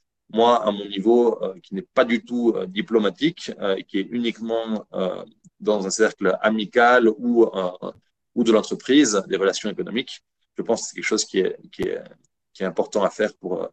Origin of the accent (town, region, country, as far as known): France; moved away as an adult; now in China